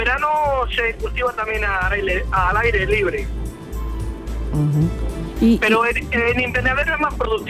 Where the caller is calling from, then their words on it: Adra, Andalusia, Spain; de donde yo soy de Adra.